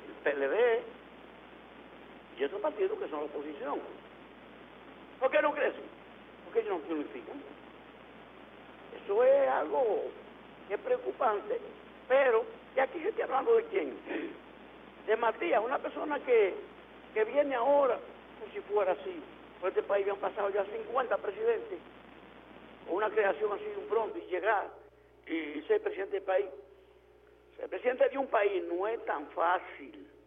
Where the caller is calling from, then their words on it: Dominican Republic